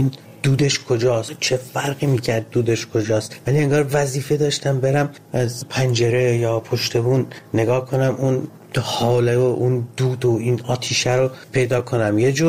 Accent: Ahvaz, Khuzestan, Iran; من کودکیمو توی جنگ گذروندم، اهواز، و در تمام طول 8 سال جنگ من با این سیر افزایشی بمباران‌ها بزرگ می‌شدم.

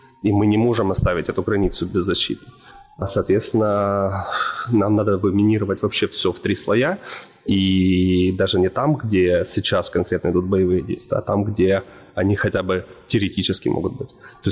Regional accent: Ukraine

